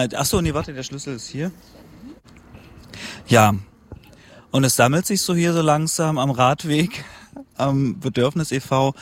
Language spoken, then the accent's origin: German; Halle, Saxony-Anhalt, Germany; born there; Ich muss auch dazu sagen, ich bin in Halle geboren.